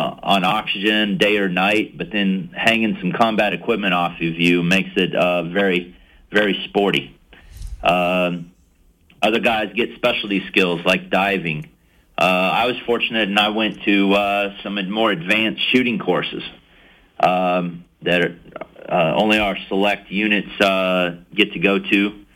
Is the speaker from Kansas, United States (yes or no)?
yes; Kansas, United States; even growing up in Kansas, riding horseback was going to play such a role.